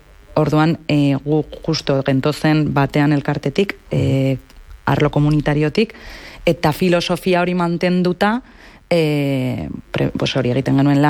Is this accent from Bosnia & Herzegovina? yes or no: no; Pamplona, Navarre, Spain; Errotxapean, ni Errotxapeatik nator